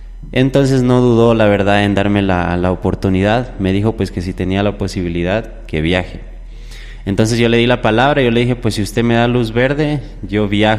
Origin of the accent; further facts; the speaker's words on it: Loja, Ecuador; viajé muchas horas desde Loja, Ecuador, porque yo soy del sur de Ecuador, que eso ya limita con Perú.